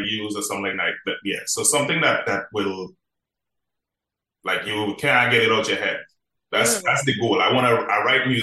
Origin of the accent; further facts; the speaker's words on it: Marbella, Andalusia, Spain; Yeah, so I spent a couple of years up there. But growing up in Marabella, I wasn't really into the music like that.